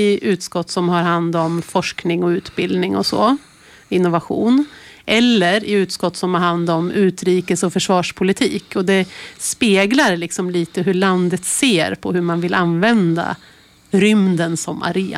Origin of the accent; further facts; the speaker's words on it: Frövi, Örebro County, Sweden; Jag är ju uppvuxen i en annan kommun, jag är uppvuxen i Lindesbergs kommun, i Frövi.